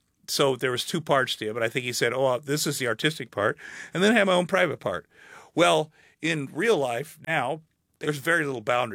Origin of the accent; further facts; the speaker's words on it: Ottumwa, Iowa, United States; born or raised there; moved away as an adult; also born or lived in Minneapolis